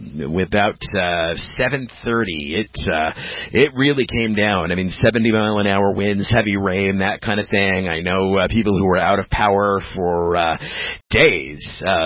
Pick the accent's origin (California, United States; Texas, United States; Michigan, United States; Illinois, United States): Illinois, United States; I mean, for all the years that I grew up here in Illinois, I've lived here all my life